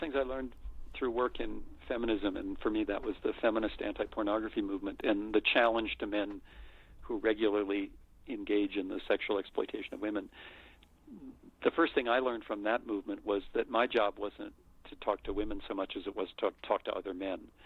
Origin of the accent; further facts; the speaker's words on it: United States; I'm white, I'm male, I'm American, I'm, you know, educated